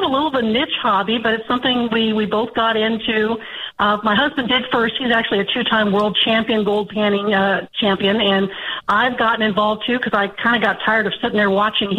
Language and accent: English; Fresno, California, United States; moved away as an adult; now in North Carolina, United States; I'm from the Fresno area, from the Central Valley.